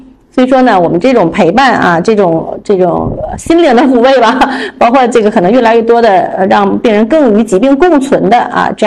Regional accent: China

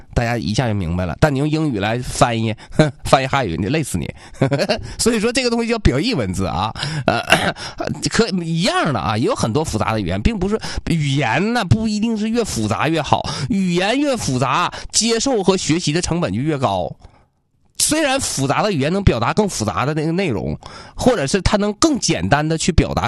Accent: Northeast China, China; accent: Northeastern dialect (东北话); 咱们东北话叫机器盖子

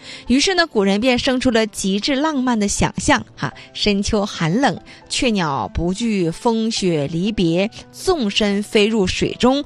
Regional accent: Jilin, China; 我们吉林人

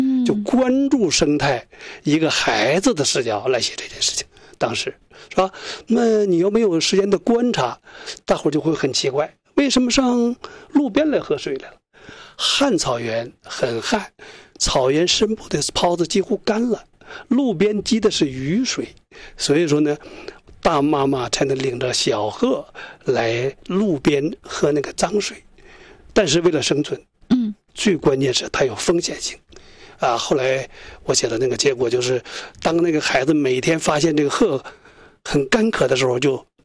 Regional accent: Hulunbuir, Inner Mongolia, China; born or raised there

